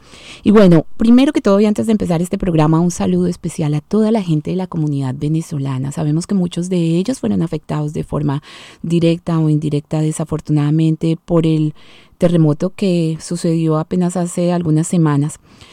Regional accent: Colombia; Y por supuesto que como colombianos y como latinos estamos muy orgullosos de lo que ustedes han hecho, muchachos.

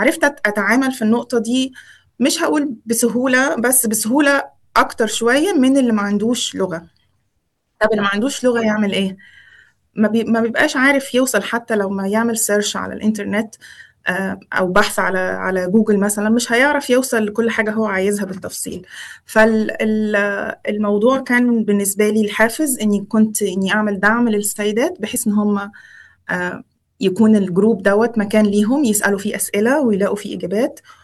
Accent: Egypt; moved away as an adult; now in Adelaide, Australia; أنا مصرية، أصولي مصرية، اتنقلت لأستراليا من حوالي 9 سنين في 2017 تحديداً.

